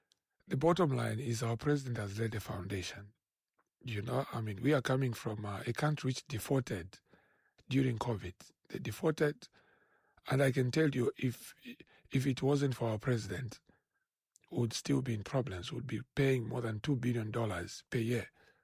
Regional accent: Lusaka, Lusaka Province, Zambia; I grew up in Chawama. I'm the son of Chawama.

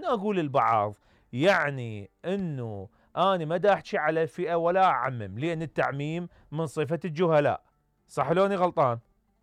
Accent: Iraq; انا كعراقي.

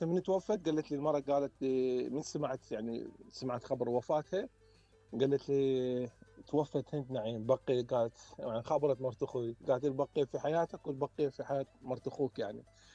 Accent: Iraq; now in Germany; انا من زمان طالع من العراق، من يعني صار لي 25 سنه، من 95 طلعت من العراق.

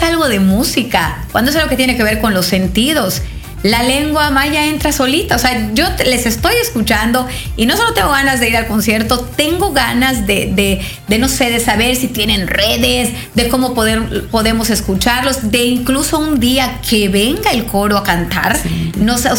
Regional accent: Yucatán, Mexico; pues somos yucatecos

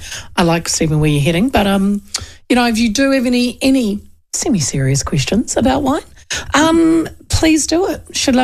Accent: Hawke's Bay, New Zealand; Well done, my hometown.

